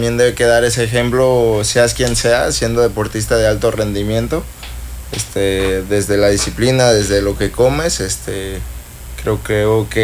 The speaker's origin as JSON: {"language": "Spanish", "town": "Guadalajara", "region": "Jalisco", "country": "Mexico", "tie": "born or raised there", "moved": "as an adult", "lives_now": "Cancún, Mexico", "said": "soy de Guadalajara."}